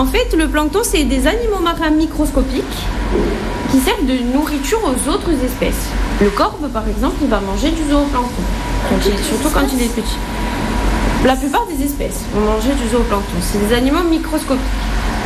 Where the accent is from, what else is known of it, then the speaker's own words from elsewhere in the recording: Bonifacio, Corsica, France; chez nous, à Bonifacio